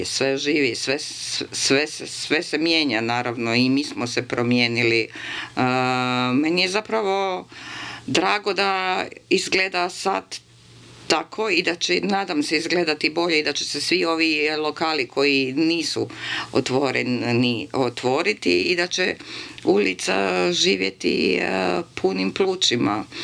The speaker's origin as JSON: {"language": "Croatian", "town": "Zagreb", "region": "City of Zagreb", "country": "Croatia", "tie": "born or raised there", "said": "Žao mi je jedino što je to Zagreb stradao u potresu, pa je to još vidljivo, ali volim, to je moj rodni grad, a naročito volim ovaj dio grada Preradovićevu."}